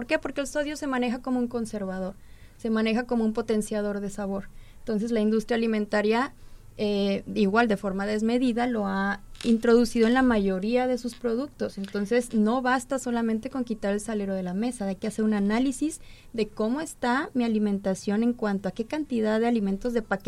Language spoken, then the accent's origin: Spanish; Zacatecas, Mexico; moved away as an adult; now in Poza Rica, Mexico; Yo vengo de Zacatecas, una región totalmente distinta a Poza Rica, Veracruz, y me he dado la tarea en este mes y medio que tengo aquí